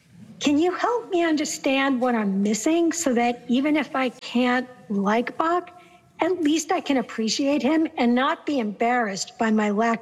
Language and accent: English; New York, United States; now in Raleigh, United States; I'm originally from New York, but I'm living in North Carolina right now in Raleigh.